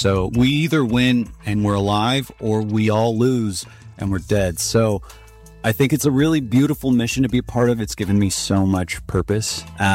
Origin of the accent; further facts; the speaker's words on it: Richmond, California, United States; also born or lived in San Francisco; But I'm from the Bay Area, Richmond, California. I think when we moved there from San Francisco, it might have been the murder capital of the world in like 1997.